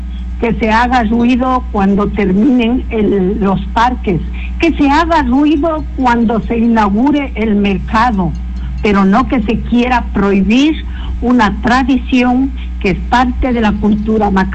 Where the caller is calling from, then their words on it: Macas, Morona Santiago, Ecuador; Vivo en la ciudad de Macas durante 48 años. Le doy gracias a Dios de vivir aquí.